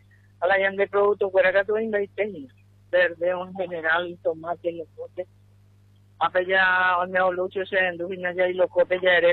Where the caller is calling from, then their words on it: Paraguay; yo soy que paraguayo.